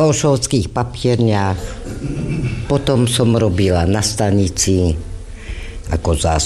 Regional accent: Ochtiná, Košice Region, Slovakia; also born or lived in Rudná; Pochádzam ako dvoročná. Sme sa z Redove prisťahovali tu do Ochtinej.

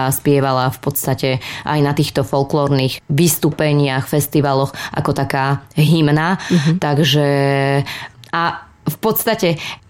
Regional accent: Banská Bystrica Region, Slovakia; hľadali u nás v Helpe, hneď v susednej dedine, pedagóga teda na zástup. No a vlastne riaditeľ oslovil vtedy mňa. Bola som v maturitnom ročníku a mala som 18 rokov.

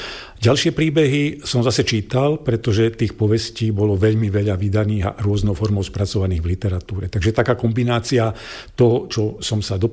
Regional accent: Brezno, Banská Bystrica Region, Slovakia; now in Sliač, Slovakia; som Hugáň, čiže narodil som sa v Brezne a v podstate celý ten svoj život som sa veľmi nepohol medzi Breznom a Zvolenom, pretože v Brezne som sa narodil, vo Zvolení som študoval

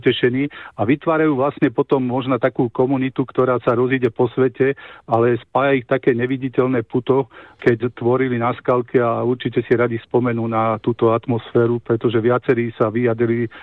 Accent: Nemšová, Trenčín Region, Slovakia; pochádzam z nedaleko Kľúčov, čo je miestna časť teraz Nemšovej

